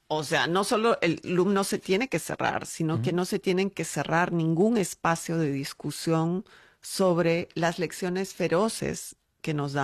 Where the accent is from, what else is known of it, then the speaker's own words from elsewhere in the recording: Cusco, Peru; yo no vengo de ninguna provincia, yo vengo del Cusco.